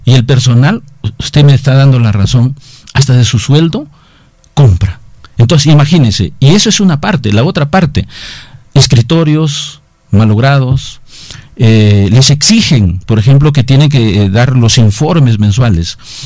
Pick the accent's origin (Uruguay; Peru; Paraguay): Peru; Usquil, La Libertad; mi pueblo de Usquil